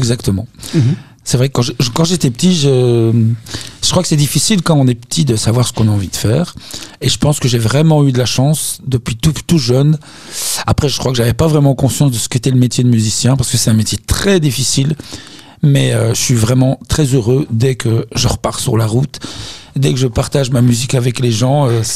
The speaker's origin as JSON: {"language": "French", "country": "Belgium", "tie": "born or raised there", "said": "Alors j'ai vécu mon enfance en Belgique, je suis né en Belgique, et j'ai vécu dans un village qui s'appelle L'Aube."}